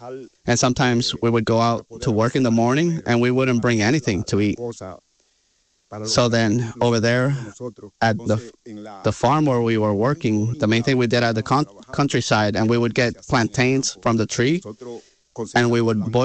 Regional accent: Villa Altagracia, San Cristóbal, Dominican Republic; I was born in Villa Altagracia, in a place called El Maizar of Villa Altagracia.

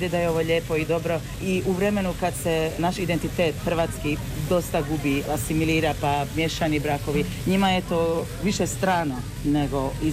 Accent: Kópháza, Győr-Moson-Sopron, Hungary; accent: Burgenland Croatian (Kojnof dialect); dolazim iz Kojnofa, iz Mađarske, to je mađarski dio Gradišća.

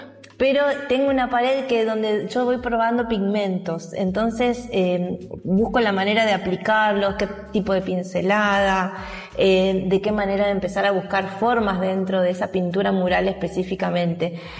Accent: Formosa, Argentina; now in Santa Fe, Argentina; Yo vengo de Formosa, soy formoseña, mi mamá es paraguaya, mi papá es formoseño del interior de Formosa, en donde es una provincia en donde no hay museos para artistas contemporáneos.

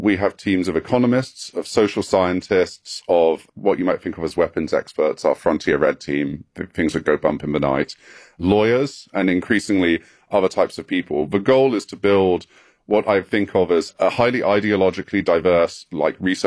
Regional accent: England, United Kingdom; Yes, as a as an Englishman, it fills me with such joy

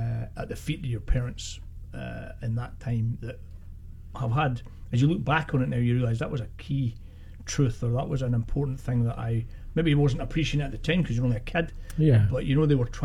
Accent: Scotland, United Kingdom; I grew up with in Scotland, a bit further north.

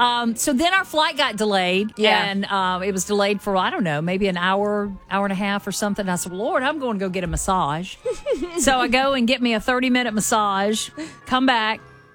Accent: the South, United States; accent: Southern; You know, just in my normal Southern accent.

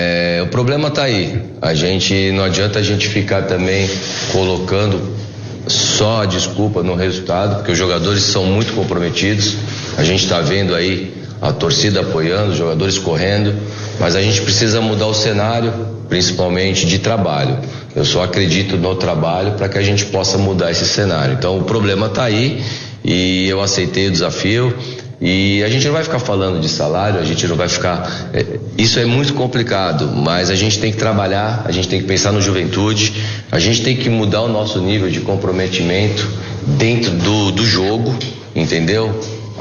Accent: São Paulo, Brazil; Cara, eu sou aqui de São Paulo, né?

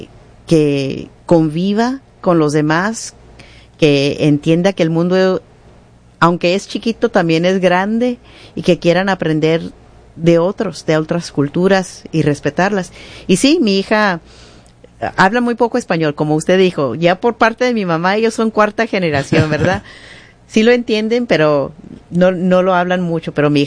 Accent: Mexico; Y yo creo que eso sí, siendo mexicana...

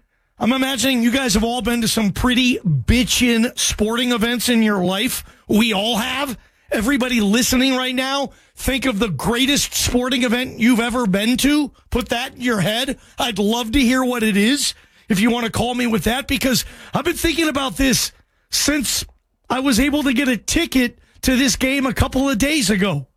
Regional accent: Seattle, Washington, United States; Guys, I'm from Seattle.

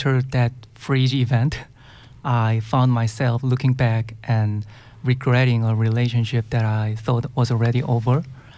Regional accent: South Korea; first language Korean; English is a second language; moved away as an adult; My English is not fluent as my Korean.

